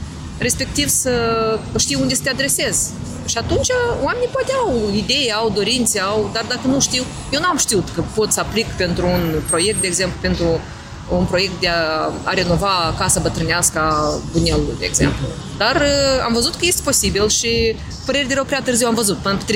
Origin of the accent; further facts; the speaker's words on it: Călărași District, Moldova; moved away; eu sunt din raionul Călăraș, original.